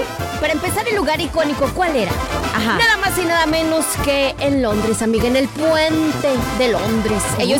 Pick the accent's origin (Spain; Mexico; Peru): Mexico; Pero ya sabes cómo somos los mexicanos, claro.